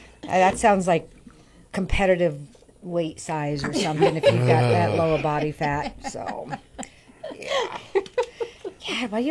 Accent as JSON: {"language": "English", "region": "Colorado", "country": "United States", "tie": "born or raised there", "said": "Well, I'm licensed in California. You know, Colorado's my home state, but I'm licensed in about 11, 12 other states."}